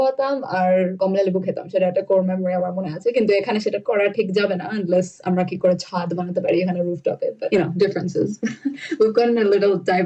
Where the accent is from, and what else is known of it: India; born there; moved away